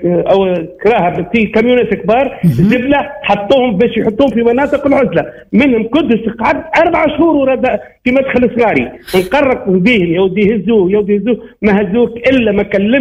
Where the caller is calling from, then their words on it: Tunisia; من اولاد سمير